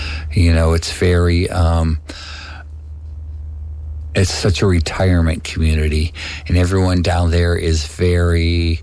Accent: Carlsbad, California, United States; You know, I'm from Carlsbad, just right north of San Diego.

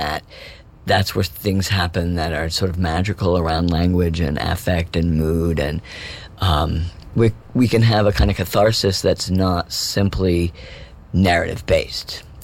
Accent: United States; as American audiences

